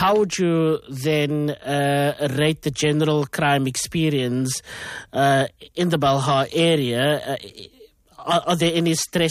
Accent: South Africa; Yeah, I think as is all of Cape Town and South Africa, being South African

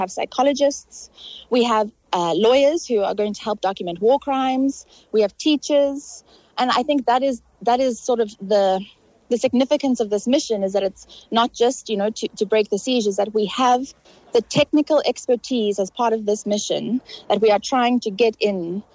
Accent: South Africa; as a South African

